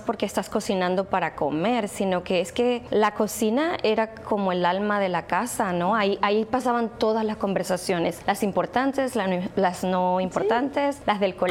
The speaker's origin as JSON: {"language": "Spanish", "town": "Caracas", "region": "Capital District", "country": "Venezuela", "moved": "as an adult", "lives_now": "Wisconsin, United States", "said": "Soy de Venezuela y llegué a Wisconsin hace 25 años ya."}